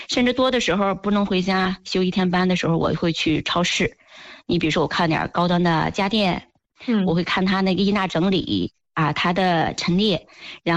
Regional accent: Hebei, China; moved away as an adult; now in Beijing, China; 首先咱们河北扶嫂的品牌优势我觉着还是真是在全国来讲能够首屈一指的

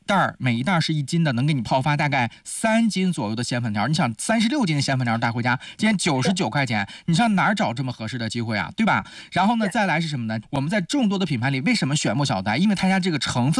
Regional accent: Xingtai, Hebei, China; 因为我们老家呢是邢台这边，我们老家这边也产那个粉条，

